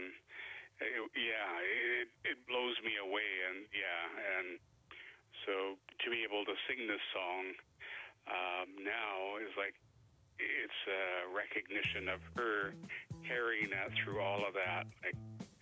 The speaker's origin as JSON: {"language": "English", "town": "Vancouver", "region": "British Columbia", "country": "Canada", "tie": "born or raised there", "said": "growing up in East Van in the 70s"}